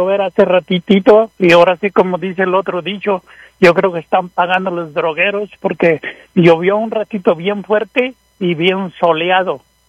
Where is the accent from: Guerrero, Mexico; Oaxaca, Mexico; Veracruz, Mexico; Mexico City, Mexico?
Guerrero, Mexico; also born or lived in Cuernavaca, Morelos; now in Brighton, United States; Yo soy originario del estado de Guerrero, pero yo llegué a vivir ahí en Morelos, en una colonia de Cuernavaca. Y realmente, como dijo el chiste, la India María, ahora ya no soy ni de aquí ni de allá